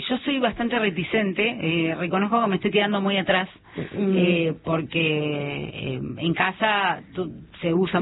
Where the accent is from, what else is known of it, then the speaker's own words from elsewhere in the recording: Patagonia, Argentina; a los que somos patagónicos siempre nos pasó eso de...